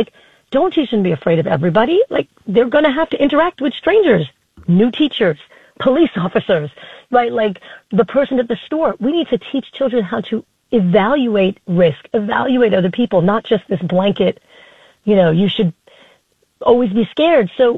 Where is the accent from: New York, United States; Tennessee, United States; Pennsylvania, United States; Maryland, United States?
New York, United States; you and I grew up in New York. I wouldn't say it was the safest time to live in New York.